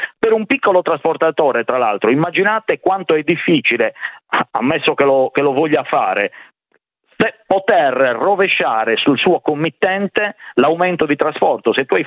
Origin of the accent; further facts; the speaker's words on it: Sardinia, Italy; da sardo e da rappresentante di imprese sarde, c'è il tema dell'insularità